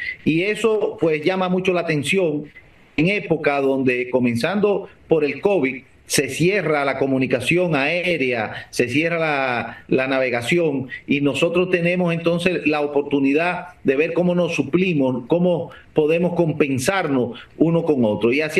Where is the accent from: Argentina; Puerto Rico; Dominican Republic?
Dominican Republic